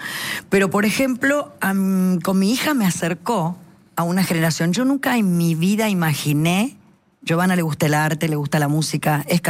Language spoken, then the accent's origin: Spanish; Villa Carlos Paz, Córdoba, Argentina; yo soy de Carlos Paz, Córdoba, nací en Villa, en Córdoba capital, pero toda mi vida estuvo la cunita en Córdoba, en Carlos Paz, donde hice en un colegio privado secundario y primario y secundario, Instituto de Modelo de Aplicación.